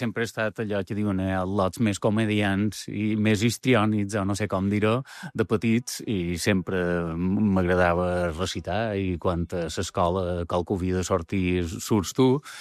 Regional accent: Manacor, Balearic Islands, Spain; jo som de Manacor

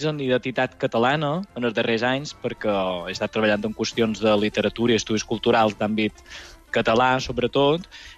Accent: Palma, Balearic Islands, Spain; però, òbviament, en ser mallorquí, jo som de Palma també

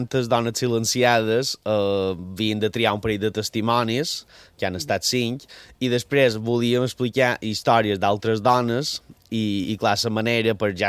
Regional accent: Felanitx, Balearic Islands, Spain

